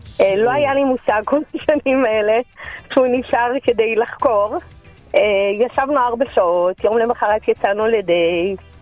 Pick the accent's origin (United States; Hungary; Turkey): Turkey; now in Israel; עולה חדשה מטורקיה. סיימתי תואר, התחלתי לעבוד כמו רוב הכלכלנים בבנקים